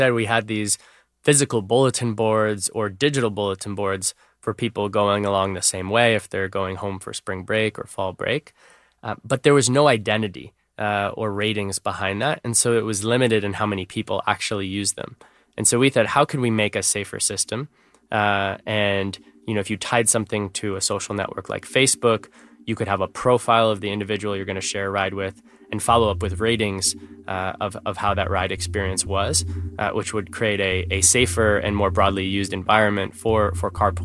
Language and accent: English; East Coast, United States; I grew up in the East Coast and in Connecticut and New York